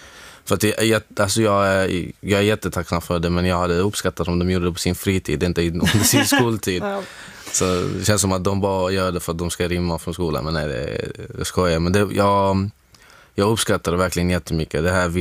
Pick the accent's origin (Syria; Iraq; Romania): Syria; now in Sweden; sen förklarade att det här baseras på hur situationen är i mitt hemland i Syrien.